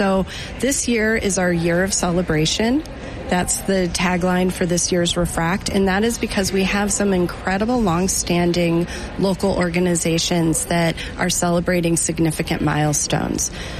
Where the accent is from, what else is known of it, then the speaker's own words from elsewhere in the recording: Georgia, United States; So I went to college at the Rhode Island School of Design, right out of Georgia.